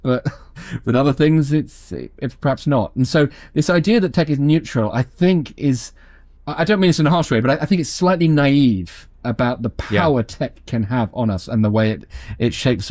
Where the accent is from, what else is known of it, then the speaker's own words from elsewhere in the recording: United Kingdom; And then because I'm British, I finished by saying thank you to AI, and it said, no problem.